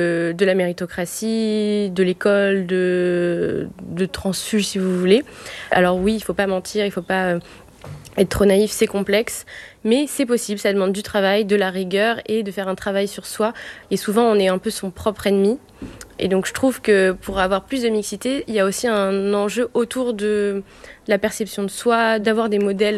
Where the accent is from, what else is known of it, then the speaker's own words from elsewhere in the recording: Paris, Île-de-France, France; Moi, j'ai grandi à Paris.